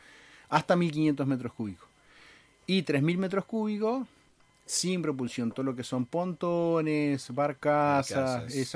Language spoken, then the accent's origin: Spanish; Paraná, Entre Ríos, Argentina; born there; now in General Alvear, Argentina; nacido en Paraná, vivo en Alvear ya hace algún tiempo, como te contaba recién, tengo la dirección de Alvear.